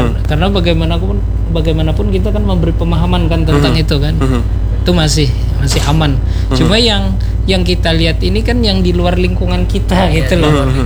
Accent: Marabahan, South Kalimantan, Indonesia; born there; Kalau saya di kelahiran Marabahan.

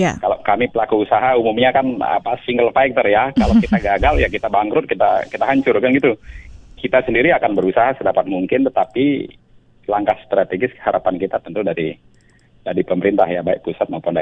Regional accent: Bali, Indonesia; Saya sendiri orang Bali

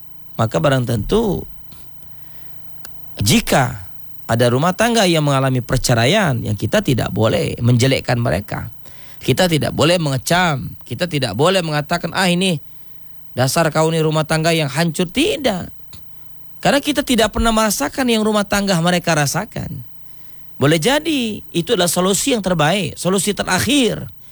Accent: West Kalimantan, Indonesia; Sintang adalah rumah kita bersama.

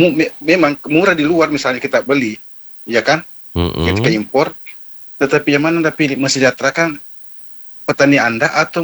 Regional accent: Bone, South Sulawesi, Indonesia; born there; moved away

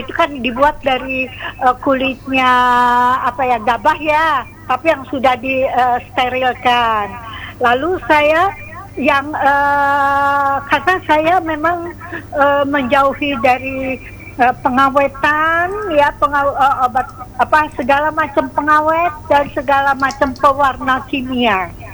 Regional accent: Lembang, West Java, Indonesia; sebetulnya saya dari Lembang, Bandung, tapi posisi sedang ada di Cirebon dalam rangka ziarah makam-makam wali ya.

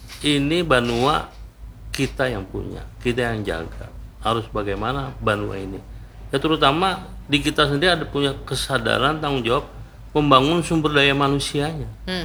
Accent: Kalimantan, Indonesia; Nah, kita orang Kalimantan jangan kalah.

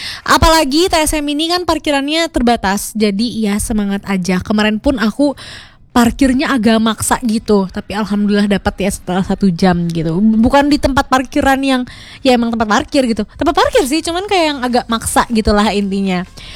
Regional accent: Bandung, West Java, Indonesia; gak heran ya kita orang Bandung ya

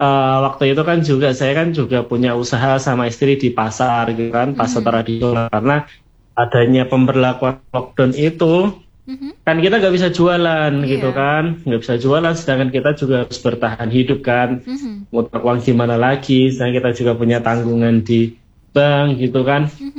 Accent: Jepara, Central Java, Indonesia

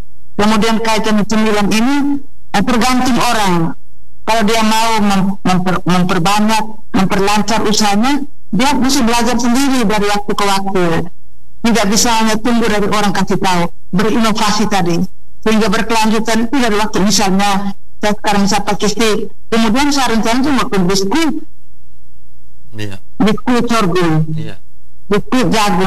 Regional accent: Flores, East Nusa Tenggara, Indonesia; now in Kupang, Indonesia; Iya, di kampung saya masih bagus sekali, di Florence pada umumnya.

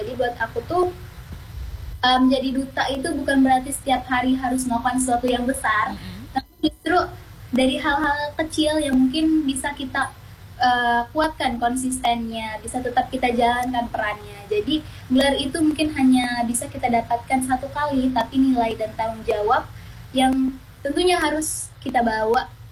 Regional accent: Banten, Indonesia

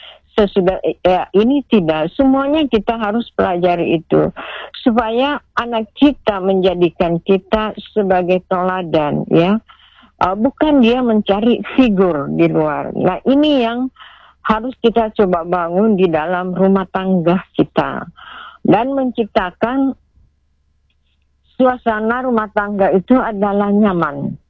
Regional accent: South Sulawesi, Indonesia; kita ke palsafa hidup kita sebagai orang Bugis, sipaka tahu, sipaka ingat, sipaka lebih, mappatabe.

